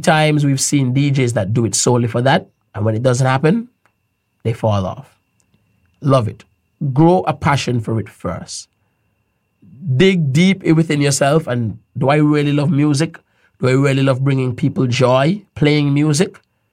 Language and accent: English; Montserrat; I always like to think that even though I wasn't born in Montserrat, I grew up in Montserrat to Montserrat Session parents.